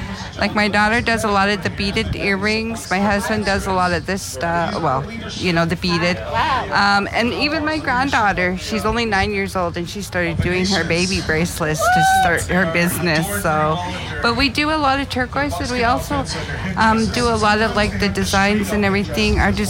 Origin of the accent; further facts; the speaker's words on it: Alberta, Canada; I'm from Piikani Nation.